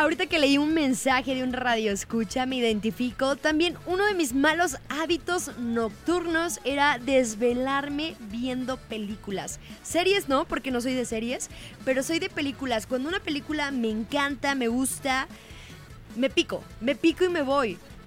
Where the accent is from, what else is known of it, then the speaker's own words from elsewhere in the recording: San Andrés Cholula, Puebla, Mexico; moved away; allá de donde soy, de San Andrés Cholula